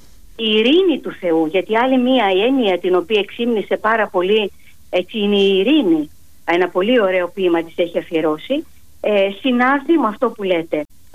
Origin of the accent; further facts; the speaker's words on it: Ioannina, Epirus, Greece; κατάγομαι από τα Γιάννενα, σε χωριά των Ιωαννίνων